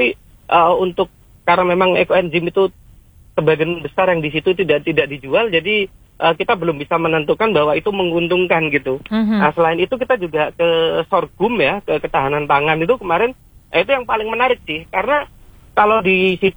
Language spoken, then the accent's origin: Indonesian; Jember, East Java, Indonesia; Karena kenapa di kota saya di Jember ini ya, ini ada peningkatan yang sangat signifikan